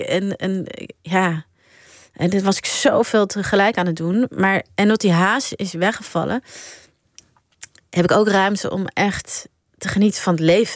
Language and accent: Dutch; Nieuwegein, Utrecht, Netherlands; Nee, ik kom ook uit Nieuwegein oorspronkelijk.